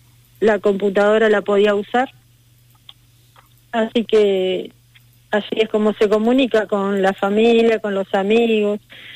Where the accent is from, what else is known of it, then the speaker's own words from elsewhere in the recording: Montevideo, Uruguay; moved away as an adult; now in Colonia del Sacramento, Uruguay; yo hace 6 años que estoy en Colonia. Soy de Montevideo.